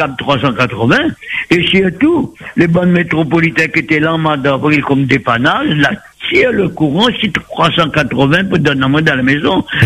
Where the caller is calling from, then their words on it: Saint-Benoît, Réunion; Oui, excusez-moi, je suis où de Saint-Benoît, hein?